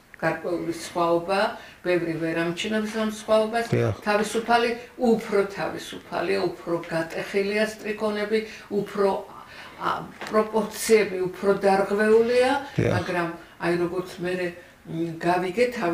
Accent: Tbilisi, Georgia; born or raised there; moved away

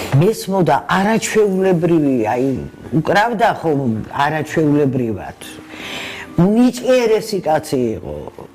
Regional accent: Tbilisi, Georgia; მე დავიბადე ბელისკის ქუჩაზე, ანუ ვერაზე, თარხიშვილის ქუჩაზე იმ სამშობიაროში

